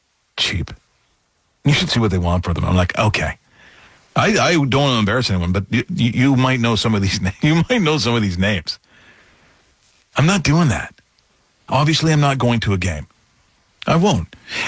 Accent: Ireland; as an Irish person

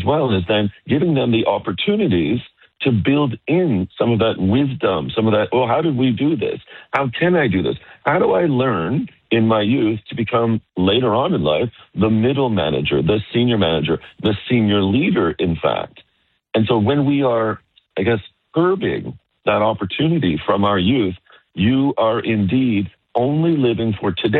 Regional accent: Hamilton, Ontario, Canada; And I grew up in Hamilton, Ontario, and I recall those commercials vividly.

